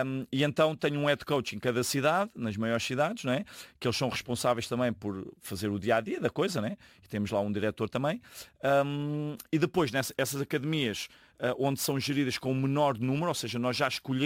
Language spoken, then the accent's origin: Portuguese; Portugal; moved away as an adult; now in India; Eu como um bom português